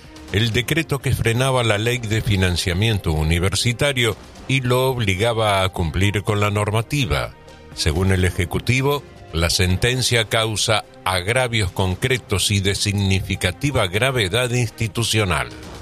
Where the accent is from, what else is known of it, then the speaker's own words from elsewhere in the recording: Caballito, Buenos Aires, Argentina; Atajé en Ferro y mi parte grande de mi infancia fue en Caballito.